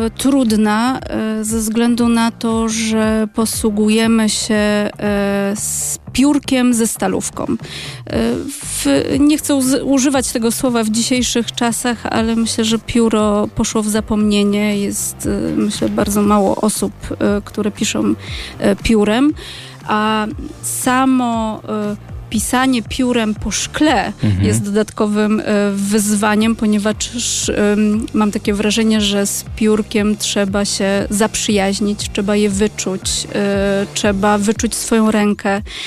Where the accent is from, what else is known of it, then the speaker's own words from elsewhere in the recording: Lesser Poland, Poland; also born or lived in Zakopane; każde dziecko na Podhalu maluje na szkle, bo pochodzę z Podhala.